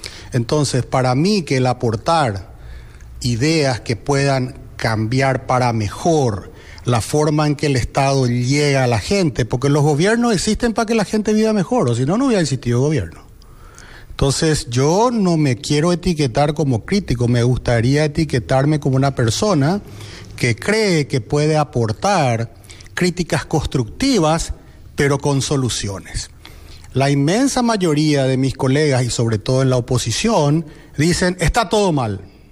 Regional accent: Paraguay; ¿Qué somos los paraguayos?

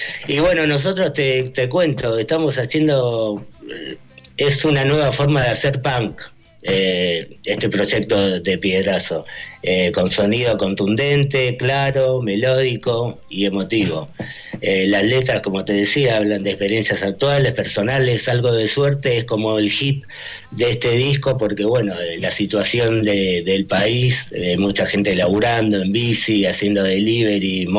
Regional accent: Argentina; born there; nosotros nacimos en Argentina, mis viejos son inmigrantes, vinieron del Paraguay de muy jóvenes

